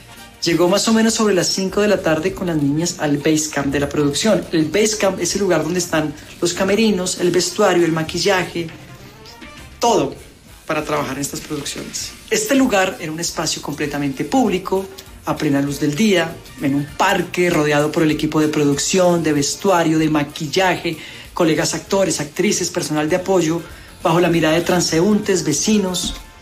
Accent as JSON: {"language": "Spanish", "country": "Colombia", "said": "Muy buenas tardes. … soy actor colombiano."}